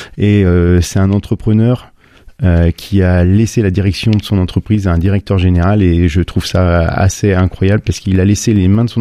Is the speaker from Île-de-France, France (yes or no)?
no; Auvergne-Rhône-Alpes, France; Je suis originaire de la région lyonnaise, moi.